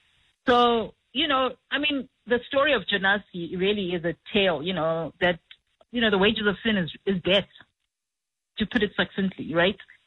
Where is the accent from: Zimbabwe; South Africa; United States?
Zimbabwe; Bulawayo; English is a second language; So I'm a Zimbabwean. And I grew up in Bulawayo. I was raised in a very conservative Catholic home. And when I started working and my first job in Harare